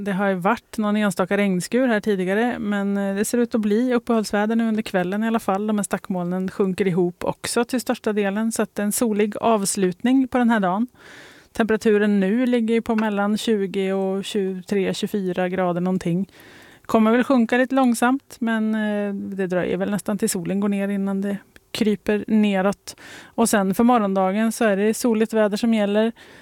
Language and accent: Swedish; Sweden; Det var utländska studenter som läste master. Men jag var själv svensk.